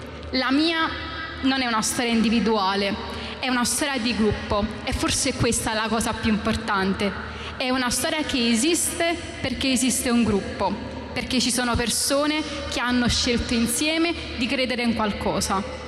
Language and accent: Italian; Naples, Campania, Italy; Io sono nata e cresciuta a Rione Sanità di Napoli